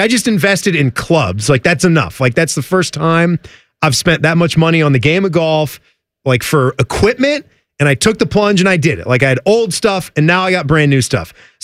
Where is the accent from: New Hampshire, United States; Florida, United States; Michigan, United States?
Florida, United States; I'm aware in my home state of Florida, the Buc-ee's location in Daytona Beach has been attracting more visitors than the famed Daytona International Speedway.